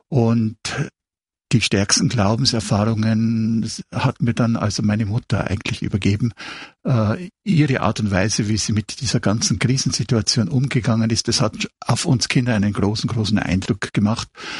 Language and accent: German; Bavaria, Germany; now in Austria; Ich stamme ursprünglich aus Bayern und fühle mich aber in Österreich sehr, sehr wohl.